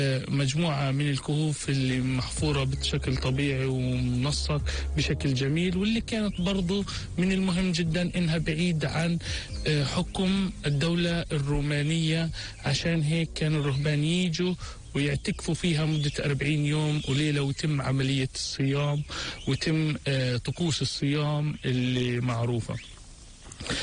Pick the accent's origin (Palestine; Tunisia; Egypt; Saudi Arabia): Palestine; وإحنا كفلسطينيين